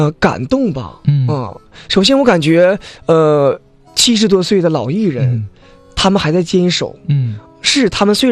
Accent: Liuhe, Jilin, China; 我回到我的家乡，也就是现在的吉林省柳河县。

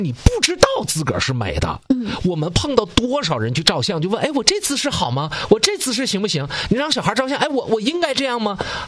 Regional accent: China; 这些实际上那就是我们中国人应该具备的说好我们的这个中国话，说好普通话的一个基础的能力。

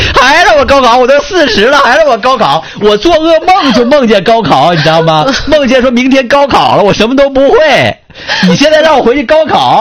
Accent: Northeast China, China

